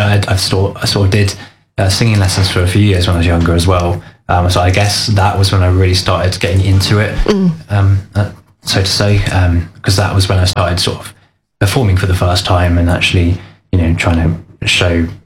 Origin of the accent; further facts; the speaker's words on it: Ringwood, South East England, United Kingdom; moved away as an adult; now in Winchester, United Kingdom; I'm from the New Forest, so a town called Ringwood. And I'm based in Winchester now. I was doing university there, so I sort of decided to stay there for the time being.